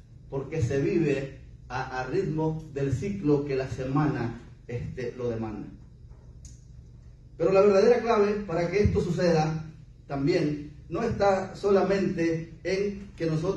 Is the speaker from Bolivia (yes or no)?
no; El Salvador; moved away as an adult; now in United States; Estela, cuando yo me vine de El Salvador, quedó embarazada de nuestro hijo Anton, que está en El Salvador.